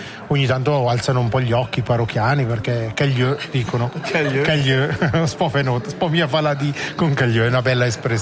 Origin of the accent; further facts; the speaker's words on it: Airolo, Ticino, Switzerland; E io sono cresciuto ad Airolo, noi da Airolo guardavamo un po' così la Medievalle, quindi io sono già un espatriato in qualche modo.